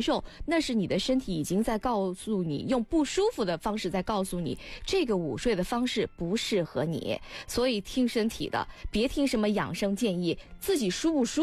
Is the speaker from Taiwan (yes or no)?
no; Northeast China, China; accent: Northeastern (Dongbei) dialect; 像我们东北话讲